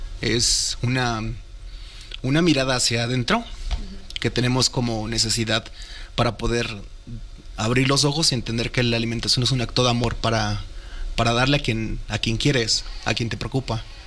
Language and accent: Spanish; Ayutla de los Libres, Guerrero, Mexico; Soy del estado de Guerrero. Uh-huh. ¿De qué comunidad? La Costa Chica. El municipio se llama Ayutla de los Libres.